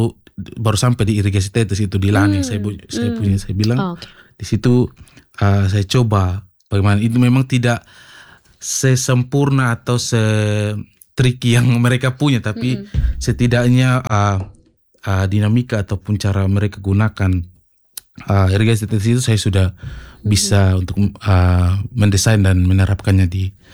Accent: East Nusa Tenggara, Indonesia

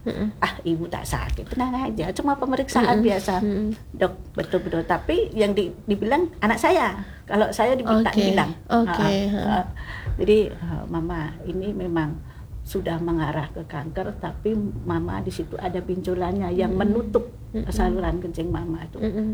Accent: Tanjung Pinang, Riau Islands, Indonesia; saya orang Pinang

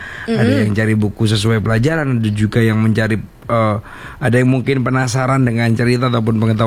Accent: Jember, East Java, Indonesia; moved away; Wah, ini anu di kampung saya, Dit.

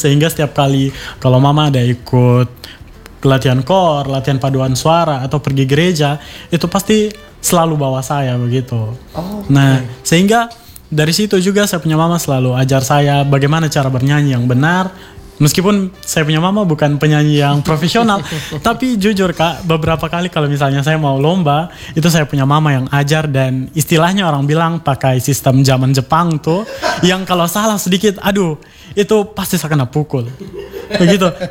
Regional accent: Waingapu, East Nusa Tenggara, Indonesia; now in Kupang, Indonesia; Saya mahasiswa ilmu komunikasi Universitas Nusa Cendana. Dan saya berasal dari Kabupaten Sumba Timur, tepatnya di Kota Waingapu.

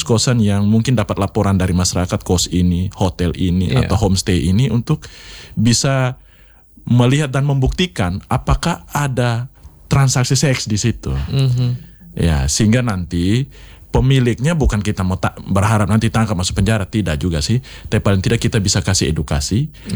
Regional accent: Kupang, East Nusa Tenggara, Indonesia; kita orang Kupang

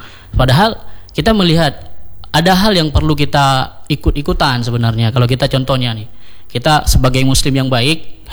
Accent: Aceh, Indonesia; apalagi kita kan Aceh nih, di mana-mana warkop.

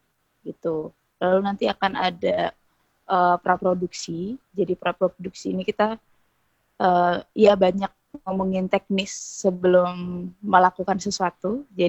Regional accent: East Nusa Tenggara, Indonesia; kita sebagai warga Manggarai Barat ini, masyarakat di Manggarai Barat

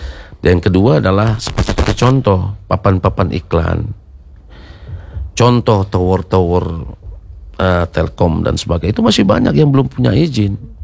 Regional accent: Tanjung Pinang, Riau Islands, Indonesia; saya sebagai anak Tanjung Pinang

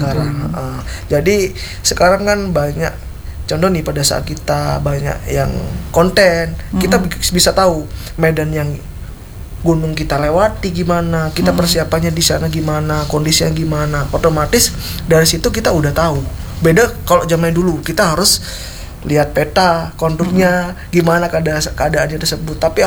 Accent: Jember, East Java, Indonesia; Banyak yang ngomong saya dari Bali, tapi enggak, saya dari Jember, asli Jember, Mbak.

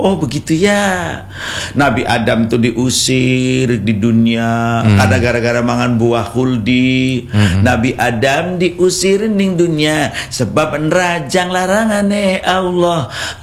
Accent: Cirebon, West Java, Indonesia; Nah hari ini kita wong Cirebon arane apem.

